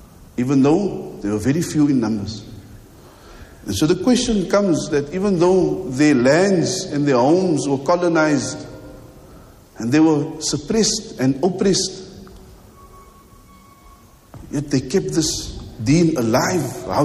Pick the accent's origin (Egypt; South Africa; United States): Egypt; English is a second language; moved away as an adult; I recall the story in my first year when I came from Egypt.